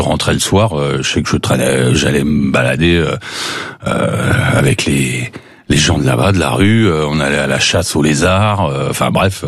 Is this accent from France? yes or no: no; Mali; born there; Je suis né au Mali